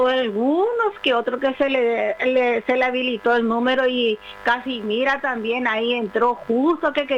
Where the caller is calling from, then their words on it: Luque, Central, Paraguay